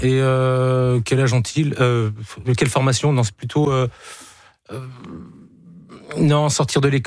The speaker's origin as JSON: {"language": "French", "region": "Pays de la Loire", "country": "France", "tie": "born or raised there", "moved": "yes", "lives_now": "Île-de-France, France", "said": "Je suis originaire de Vendée, oui, mais j'habite en Île-de-France."}